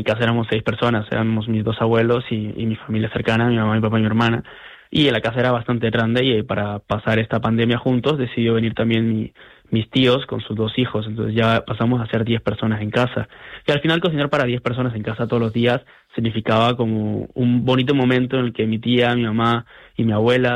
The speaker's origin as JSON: {"language": "Spanish", "country": "Peru", "said": "Yo soy peruano."}